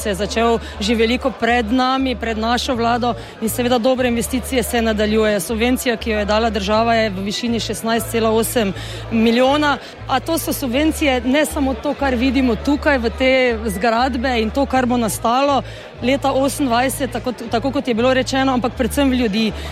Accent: Maribor, Drava, Slovenia; jaz to pač kot Mariborčanka vedno poudarjam.

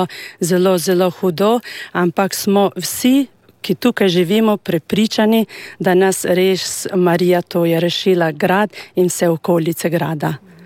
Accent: Kosovo; Slovenian is a second language; moved away as an adult; now in Slovenia; prihajam iz Kosova, sem že 19 let v Sloveniji.

